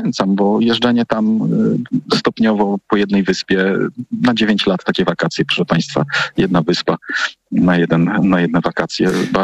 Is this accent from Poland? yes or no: yes; northern Poland, Poland; ja jestem tutaj z północy